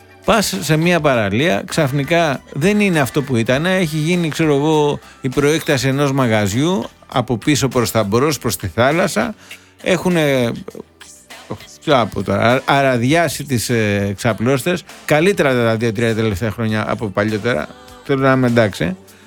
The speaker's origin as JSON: {"language": "Greek", "town": "Corfu", "region": "Ionian Islands", "country": "Greece", "said": "Είμαι από Κέρκυρα και φέτος το Πάσχα ήμουν στην Κέρκυρα."}